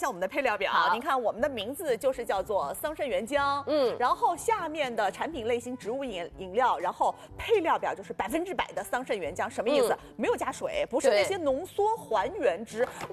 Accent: China

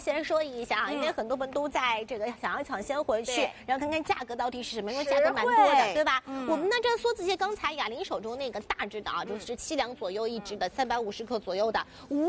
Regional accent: Shanghai, China

